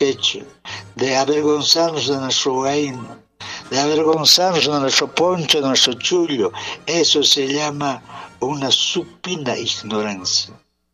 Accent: Peru; Otros pueblos nos estamos avergonzando de lo que somos peruanos.

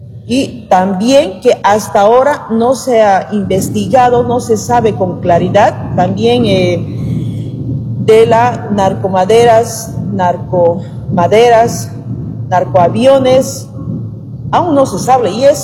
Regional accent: Bolivia

